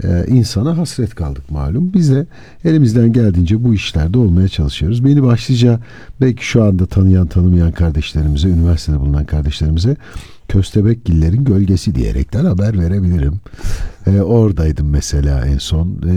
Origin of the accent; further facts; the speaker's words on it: Istanbul, Turkey; born there; İstanbul doğumluyum.